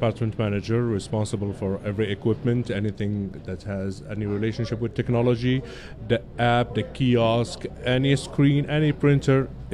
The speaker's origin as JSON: {"language": "English", "country": "Morocco", "moved": "yes", "lives_now": "Canada", "said": "because I'm from Morocco, and we are a country, let's say a touristic country"}